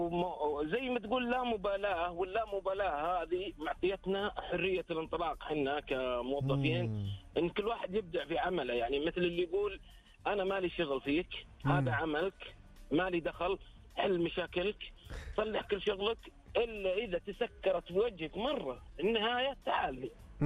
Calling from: Riyadh, Riyadh Province, Saudi Arabia; من الرياض.

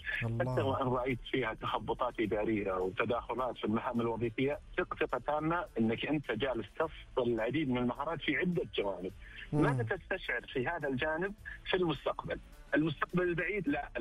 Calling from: Riyadh, Riyadh Province, Saudi Arabia; من الرياض الله يسلمك.

